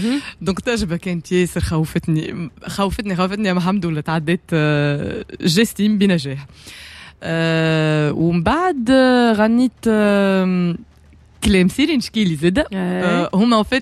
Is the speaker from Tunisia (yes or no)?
yes; Tunisia; احنا من تونس